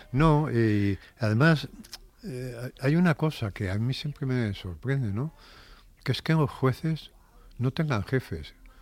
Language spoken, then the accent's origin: Spanish; Spain; la primera vez que yo salí de España, yo llegué a la frontera a pie